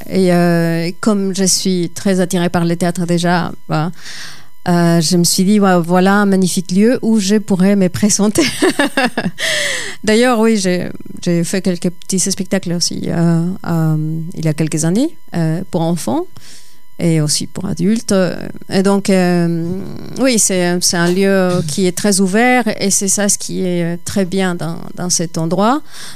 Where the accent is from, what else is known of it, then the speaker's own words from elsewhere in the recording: Ecuador; moved away; dans mon pays d'origine. Je suis équatorienne. Et j'étais enfant quand j'ai suivi des ateliers de théâtre encore, enfin, dans mon enfance, dans mon pays d'origine.